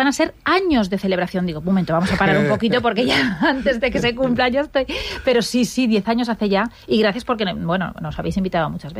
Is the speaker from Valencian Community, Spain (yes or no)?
yes; Valencia, Valencian Community, Spain; moved away as an adult; also born or lived in Madrid / Barcelona; volver a Valencia, que es mi ciudad.